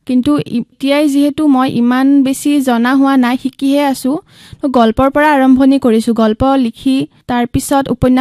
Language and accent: Assamese; Sualkuchi, Assam, India; নমস্কাৰ, মোৰ ঘৰ শুৱালকুছিত, শুৱালকুছি গাঁৱৰ শ্ৰীহাটীত। মই স্কুলীয়া শিক্ষা সমাপ্ত কৰিছোঁ গণেশদাস হাইস্কুলৰ পৰা।